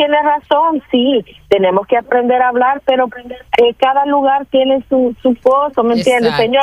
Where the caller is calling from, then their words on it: El Salvador; yo soy salvadoreña.